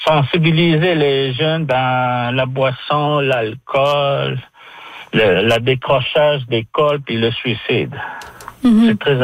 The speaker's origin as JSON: {"language": "French", "town": "Natashquan", "region": "Quebec", "country": "Canada", "said": "nous autres, on est des Inuits. Dans la communauté, il y a juste des Inuits dans Noutachquan."}